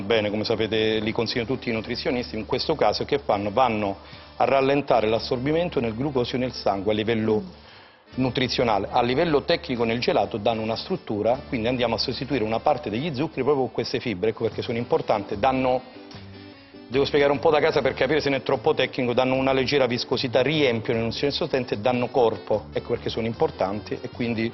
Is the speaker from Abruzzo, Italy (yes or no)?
no; Zagarise, Calabria, Italy; Zagarise, è un paesino piccolino in Calabria.